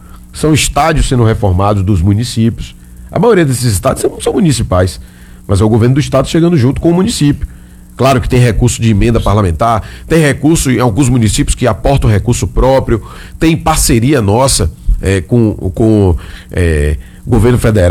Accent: Bahia, Brazil; eu sou do Cabulacê, sou do conjunto habitacional Cabulacê

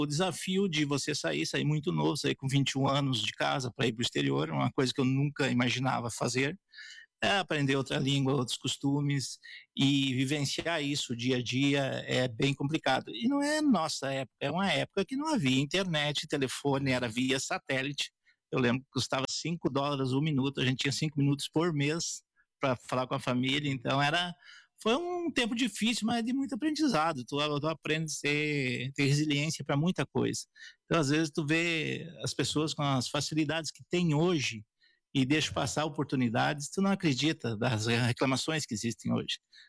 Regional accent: Espumoso, Rio Grande do Sul, Brazil; Eu nasci lá no Borboleta, no Campo Comprido. E fui registrado em Jacuizinho, na época que era comarca de Espumoso. Então, eu sou realmente aqui da terra.

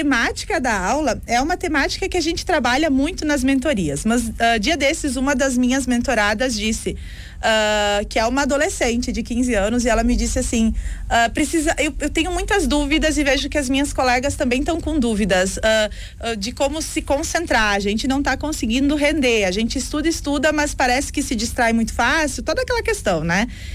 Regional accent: Rio Grande do Sul, Brazil; É 51, porque eu venho do Vale do Taquari, né?

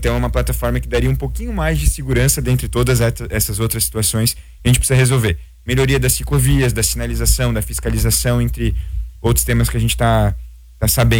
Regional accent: Balneário Camboriú, Santa Catarina, Brazil; todos nós que somos de Balneário

